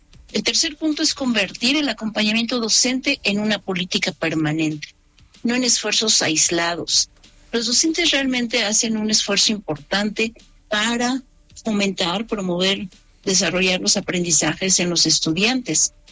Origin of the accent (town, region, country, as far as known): Mexico